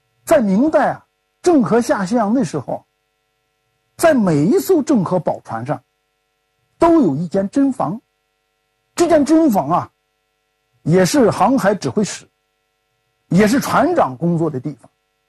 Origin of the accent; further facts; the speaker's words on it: China; 我们中国人就发明了过洋千星术